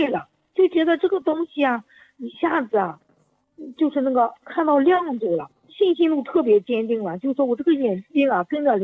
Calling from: Henan, China; 我是河南的。

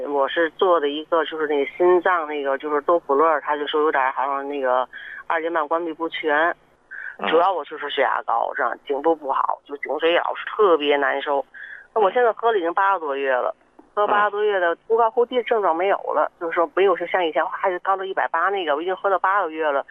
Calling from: Tianjin, China; 我是天津的

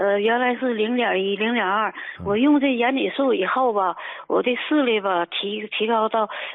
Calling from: Shenyang, Liaoning, China; 我是沈阳的。

